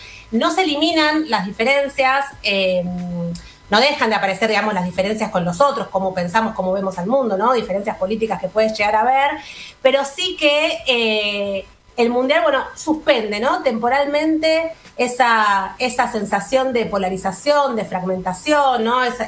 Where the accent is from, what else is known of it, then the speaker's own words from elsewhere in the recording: Argentina; Defendámonos, ¿no? Atrincherémonos como argentinos de que nos están atacando